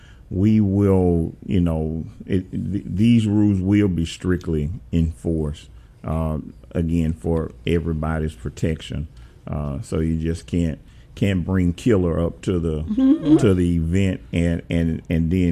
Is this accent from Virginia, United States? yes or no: no; Memphis, Tennessee, United States; say I'm from South Memphis.